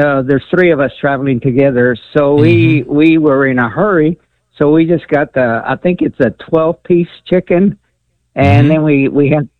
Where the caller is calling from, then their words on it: Albuquerque, New Mexico, United States; I am from Albuquerque, but we are in California, Merced, California.